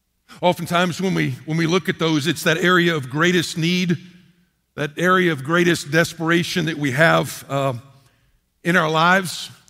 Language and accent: English; Texas, United States; moved away as an adult; also born or lived in Western North Carolina; growing up in Texas, going to school in Lubbock and Fort Worth, et cetera